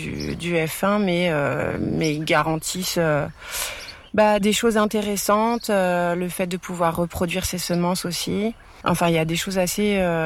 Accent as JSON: {"language": "French", "town": "Paris", "region": "Île-de-France", "country": "France", "moved": "yes", "said": "je viens de Paris."}